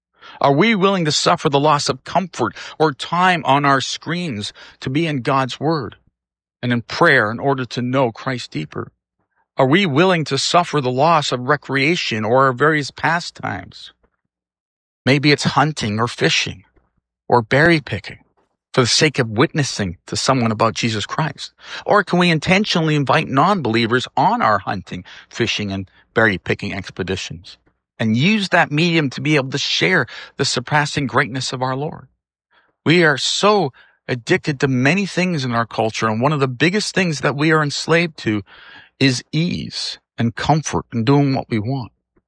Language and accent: English; United States